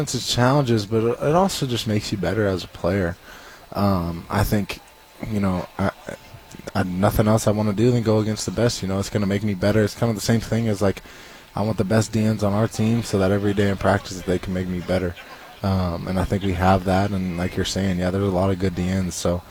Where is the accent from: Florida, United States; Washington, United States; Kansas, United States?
Kansas, United States; Lawrence; like right in my hometown